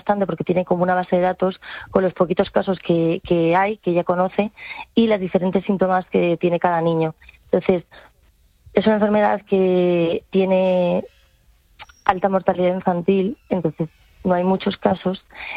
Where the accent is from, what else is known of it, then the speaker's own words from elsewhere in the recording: El Escorial, Community of Madrid, Spain; Somos del Escorial